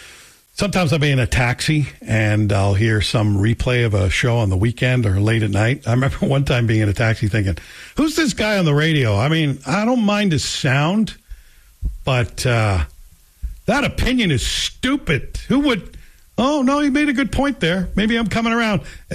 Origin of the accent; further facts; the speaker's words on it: Toronto, Ontario, Canada; born there; also born or lived in near Glasgow, Scotland; Toronto will always be home for me. Born in a small town near Glasgow, Scotland. I don't think of Scotland as home. I think of it as my homeland, where I still have many relatives